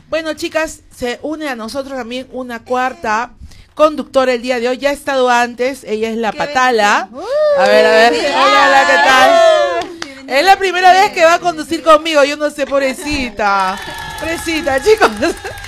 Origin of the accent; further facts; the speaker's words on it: Peru; ¿de dónde eres? ¿De Perú? ¿De Perú? Sí.